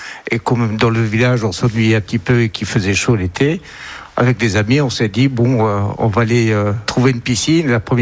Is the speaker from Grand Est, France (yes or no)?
yes; Grand Est, France; moved away as an adult; now in Dordogne, France; moi, je suis originaire de Lorraine et le Luxembourg était à 15 km avec une superbe piscine.